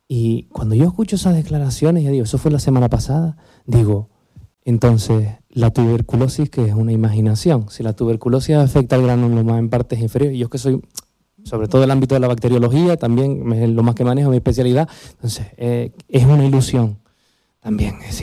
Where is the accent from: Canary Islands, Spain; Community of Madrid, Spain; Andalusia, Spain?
Canary Islands, Spain; Anaga; Claro, que como yo soy más de Anaga y nosotros renegamos un poquito de Santa Cruz, de la capital.